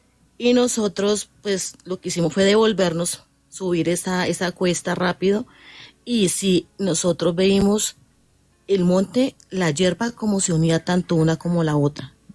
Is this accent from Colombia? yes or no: yes; Coello, Tolima, Colombia; now in Bogotá, Colombia; desde niña, tenemos una cuando nosotros somos de Tierra Caliente, del pueblo llamado Coello.